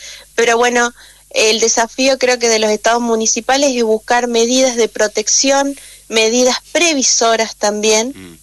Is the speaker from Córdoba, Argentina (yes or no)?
no; Victoria, Entre Ríos, Argentina; como argentino, como victorienses.